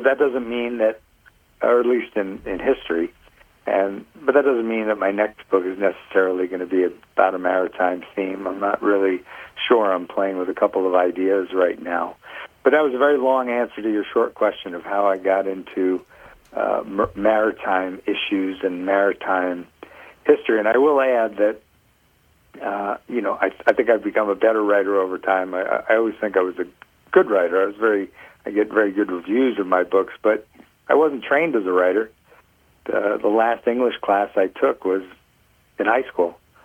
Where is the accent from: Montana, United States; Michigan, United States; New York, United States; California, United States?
New York, United States; Queens; born or raised there; also born or lived in Stamford, Connecticut; now in Marblehead, United States